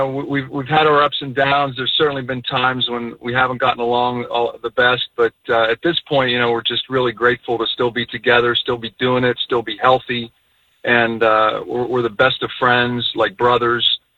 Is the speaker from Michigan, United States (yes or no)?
no; Connellsville, Pennsylvania, United States; my hometown of Connellsville, Pennsylvania